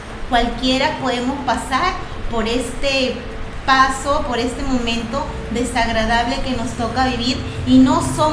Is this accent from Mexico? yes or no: no; Peru; Somos peruanos